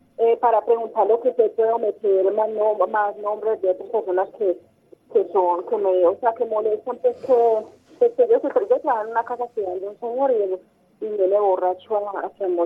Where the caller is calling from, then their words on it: Montería, Córdoba, Colombia; de Montería Prado.